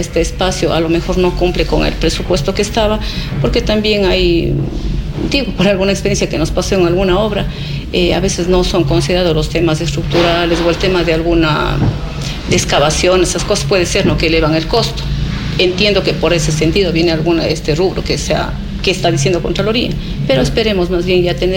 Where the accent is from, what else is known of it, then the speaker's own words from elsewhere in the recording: Sidcay rural parish, Azuay, Ecuador; soy nativa de la parroquia rural Sidcay